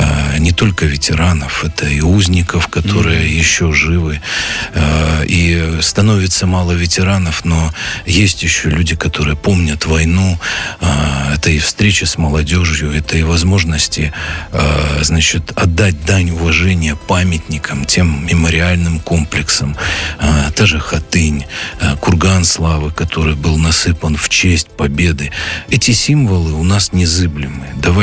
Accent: Belarus; кто бы что ни говорил и кто бы что ни думал, мы, белорусы, нация сплоченная, дружная и нация, которая не отвергает никакие периоды своей истории.

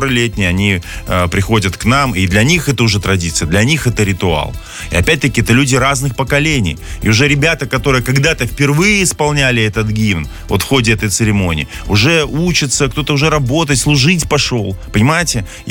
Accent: Belarus; мы, белорусы, тогда первый раз голосовал, мы, белорусы, утвердили этот праздник.

